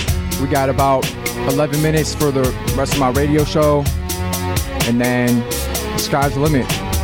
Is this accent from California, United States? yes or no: yes; California, United States; because I'm from California.